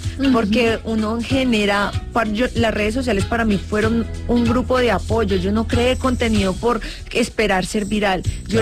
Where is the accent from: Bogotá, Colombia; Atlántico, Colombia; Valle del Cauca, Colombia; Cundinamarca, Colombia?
Bogotá, Colombia; Pues porque yo soy de Suba. No voy a decir que no va a poner un barrio aparte, como, eso sería estigmatizar si digo un barrio que no es mío.